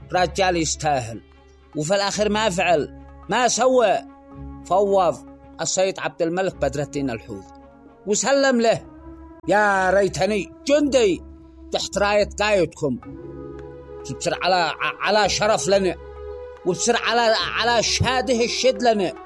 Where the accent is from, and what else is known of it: Yemen